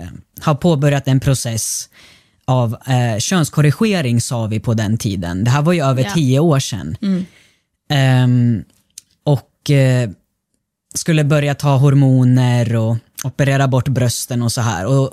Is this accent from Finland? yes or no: no; Russia; now in Sweden; Men jag följde med tillbaka till Ryssland då, som är där vi kommer ifrån.